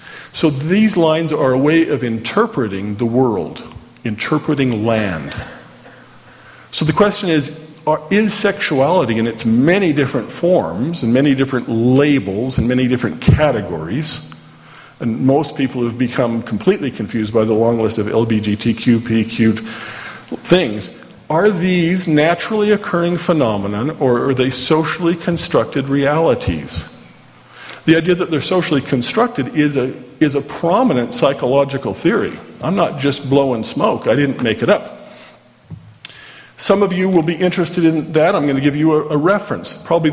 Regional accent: Orem, Utah, United States; and I grew up here in Orm, so I knew it was just a little bit south of there, right about in there. That's where we live.

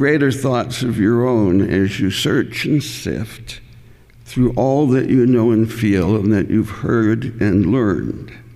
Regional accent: Edmonton, Alberta, Canada; born there; moved away; My mother and father and I were members of the First Presbyterian Church of Edmonton.

